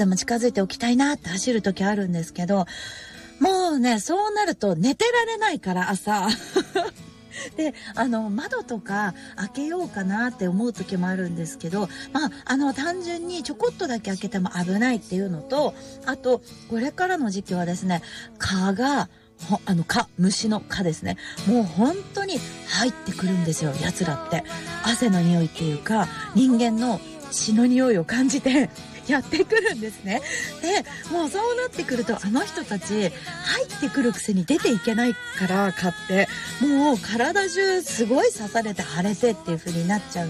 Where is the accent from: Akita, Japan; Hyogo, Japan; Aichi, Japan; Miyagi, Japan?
Akita, Japan; Oga; 秋田の男鹿半島にある北浦公民館っていう私が生まれ育った場所ですね